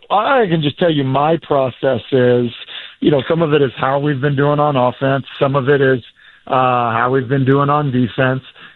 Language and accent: English; New England, United States; in Tennessee, growing up in New England, you drive 30 minutes and you get to every game, right?